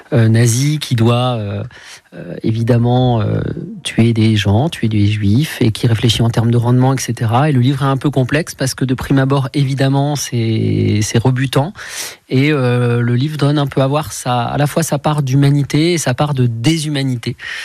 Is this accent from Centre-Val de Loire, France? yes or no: yes; Véretz, Centre-Val de Loire, France; je suis de Véretz